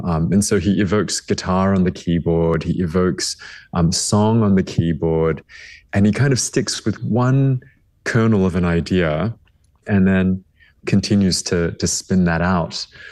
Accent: Australia; You know, as an Aussie, I have to say I am a very adoring neighbor, and I have been to New Zealand several times

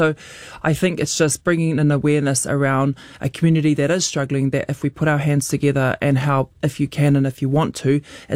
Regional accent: Auckland, New Zealand; also born or lived in Rotorua; I was born in Rotorua, but brought up in Mangere, South Auckland.

